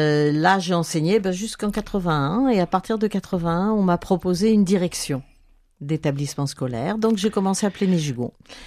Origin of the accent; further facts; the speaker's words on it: Lamballe, Brittany, France; also born or lived in Madagascar / Loir-et-Cher; Alors, moi … je suis du coin, puisque je suis de Lamballe, et mes parents étaient tous les deux de Saint-Aron. Mais je ne suis pas toujours restée à Lamballe